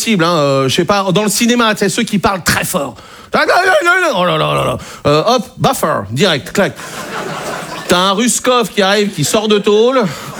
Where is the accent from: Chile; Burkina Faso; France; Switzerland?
France; Brittany